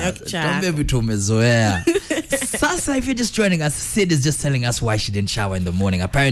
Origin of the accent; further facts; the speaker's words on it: Mombasa, Mombasa County, Kenya; I'm from Mombasa, so we love spicy food.